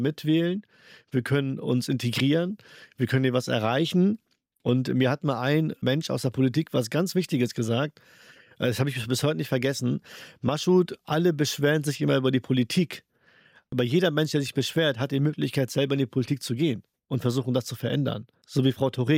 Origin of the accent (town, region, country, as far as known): Henstedt-Ulzburg, Schleswig-Holstein, Germany; born or raised there